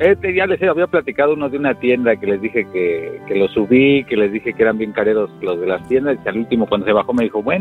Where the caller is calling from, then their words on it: Querétaro, Mexico; Bueno, ahorita estoy en Querétaro, hermano.